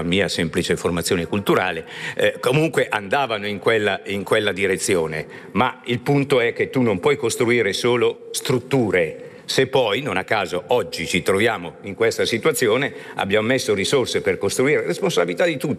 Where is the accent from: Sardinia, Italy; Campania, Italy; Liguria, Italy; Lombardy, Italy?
Lombardy, Italy; vengo dalla Lombardia